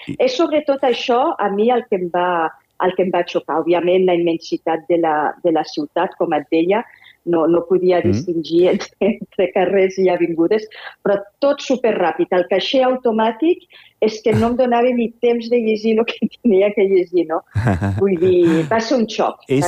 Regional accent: Escaldes, Escaldes-Engordany, Andorra; D'Escaldes.

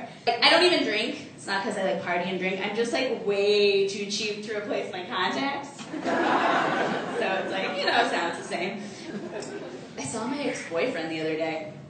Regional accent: Arkansas, United States; So, like Sharup, I too am an immigrant. I'm from Arkansas.

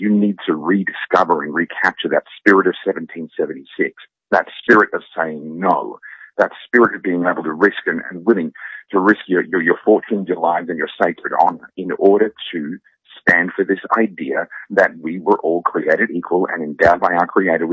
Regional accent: Australia; No, as an Australian, I am coming over here as a foreigner and I'm going to tell you what's wrong with your country

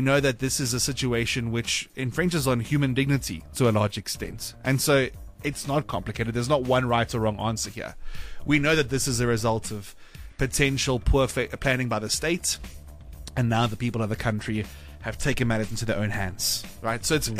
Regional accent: South Africa

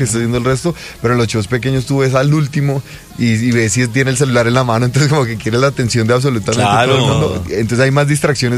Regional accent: Colombia; No nos levantamos a escuchar vallenato, pero somos colombianos, ¿no?

